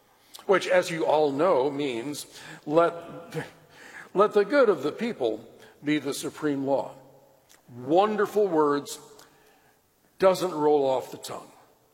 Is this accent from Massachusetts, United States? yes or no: no; Missouri, United States; I'm from Missouri.